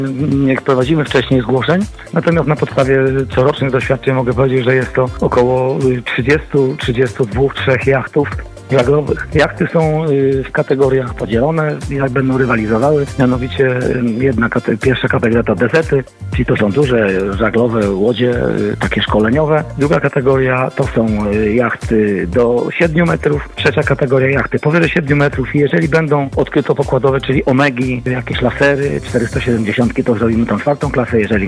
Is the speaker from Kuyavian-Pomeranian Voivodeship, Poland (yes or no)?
no; Koszalin, West Pomeranian Voivodeship, Poland; Ja z Koszalina z okna widzę jezioro Jamno, Państwo pewnie w większości też.